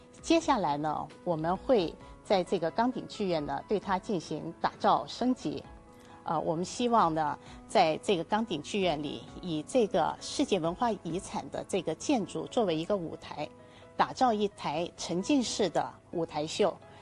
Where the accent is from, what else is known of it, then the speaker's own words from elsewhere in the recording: Macau; 我们的传统的优秀的中华文化始终呢是作为我们澳门人的精神底色。